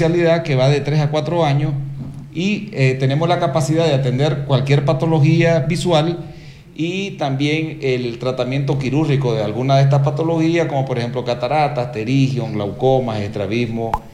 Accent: Nicaragua; moved away as an adult; now in Ecuador; yo soy de Nicaragua, mi preparación toda la hice allá en Nicaragua.

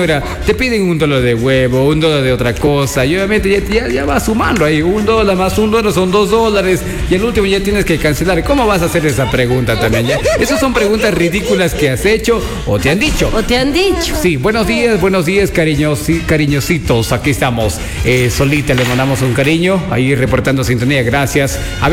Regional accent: Ecuador; somos todos los ecuatorianos

